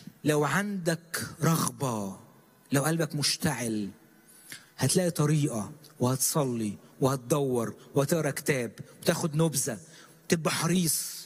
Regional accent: Egypt; احنا شعب مصري

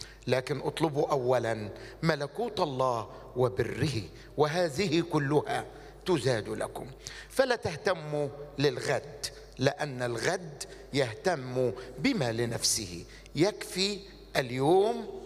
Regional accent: Egypt

